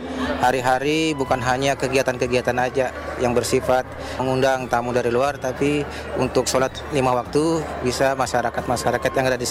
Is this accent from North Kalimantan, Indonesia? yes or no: yes; Nunukan, North Kalimantan, Indonesia; saya sebagai warga Nunukan sangat mengapresiasi sekali keberadaan Islamic Center ini sebagai ikon juga, sebagai ikon warga muslim, umat Islam di Nunukan